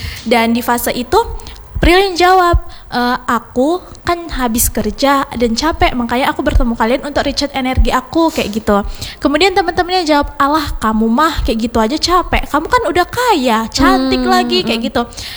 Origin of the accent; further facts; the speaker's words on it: Pidie Jaya, Aceh, Indonesia; Iya, aku dari Pidijaya.